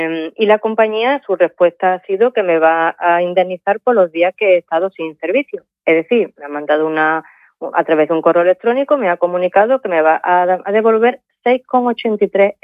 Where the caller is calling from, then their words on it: Cañaveral de León, Andalusia, Spain; yo vivo en Cañaveral del León